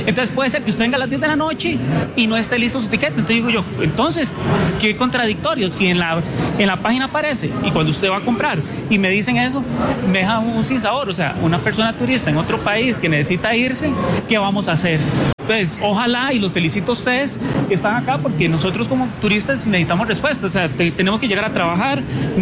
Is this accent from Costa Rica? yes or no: yes; Costa Rica; Entonces uno como tico dice, ¿qué estamos haciendo, verdad?